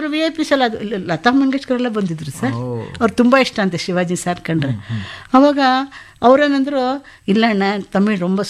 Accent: Chennai, Tamil Nadu, India; born there; ನಾನು ಹುಟ್ಟಿದ್ದು ಮೆಡ್ರಾಸು, ಓದಿದ್ದು ತೆಲುಗು.

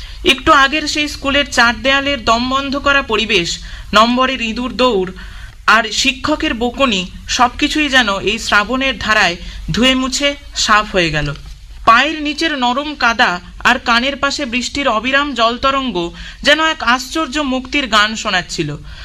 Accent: Baranagar, West Bengal, India; আমার বাড়ি বড়ানগরে, আমি বড়ানগর রামকৃষ্ণ মিশন আশ্রম উচ্চ বিদ্যালয়ে পড়ি।

